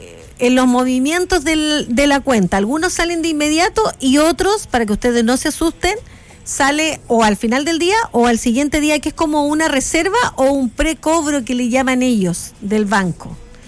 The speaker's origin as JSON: {"language": "Spanish", "country": "Chile", "said": "los chilenos, que somos chilenos del norte, del sur, de la zona centro, todos hablamos distinto. No hablamos igual."}